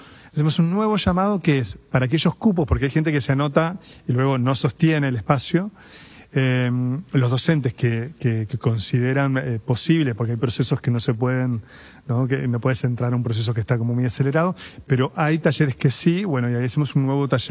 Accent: Montevideo, Uruguay; moved away as an adult; now in Maldonado, Uruguay; yo me crié en Cordón Sur, muy muy pegado al límite en Pocitos, Parque Rodó, una zona que era hermosa.

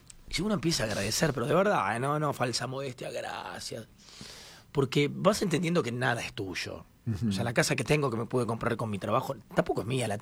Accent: Argentina; Yo siempre digo que yo amo mi país y muero en mi país porque

